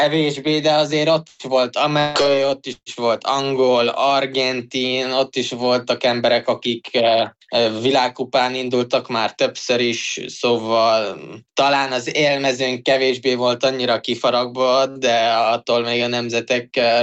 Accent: Budapest, Hungary; born there; also born or lived in Austria

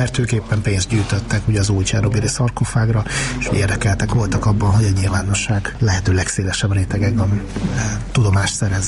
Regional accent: Minsk, Belarus; now in Hungary; Minszkben, Belarusban születtem. Egy éves voltam, amikor a katasztrófa történt

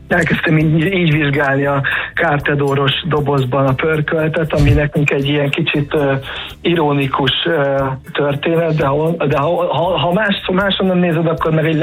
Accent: Hungary; elkezdtem büszke lenni arra, hogy magyar vagyok

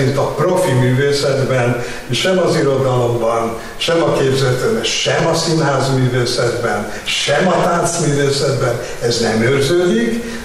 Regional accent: Hungary; A magyar nyelvvel őrizzük magunkat, hogy magyarok vagyunk

